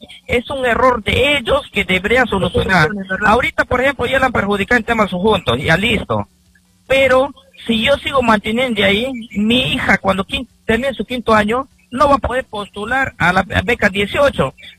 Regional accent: Loreto, Peru; now in Iquitos, Peru; Nosotros venimos de Río Napo acá a Iquitos.

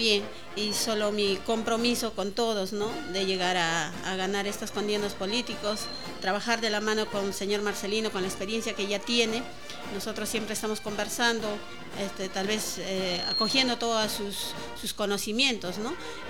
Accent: Mazamari, Junín, Peru; acá el 2008, ya son 18 años que estoy acá, mis hijos nacieron acá, y pues me siento muy mazamarina. En el valle de Chiriari, ¿no? San Isidro Sol de Oro, mi centro poblado muy querido

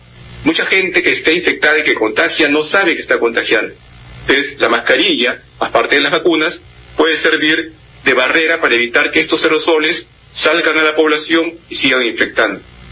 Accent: Peru; Nosotros que somos peruanos

